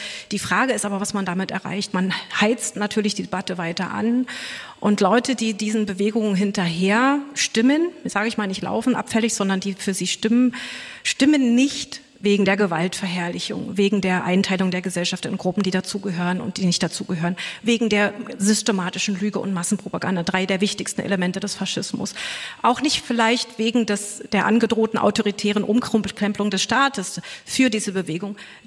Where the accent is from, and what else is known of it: East Germany, Germany; born or raised there